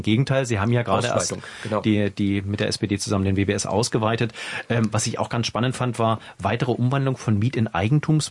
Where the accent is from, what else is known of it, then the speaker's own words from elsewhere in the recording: Oranienburg, Brandenburg, Germany; born there; moved away as an adult; now in Berlin, Germany; Ich frage mich natürlich, ich bin gebürtiger Oranienburger, ich bin zum Studium, seit dem Studium bin ich in Berlin, war dann zwischenzeitlich mal weg.